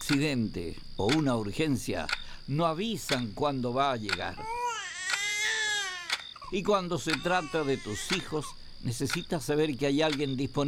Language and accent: Spanish; Chile; born there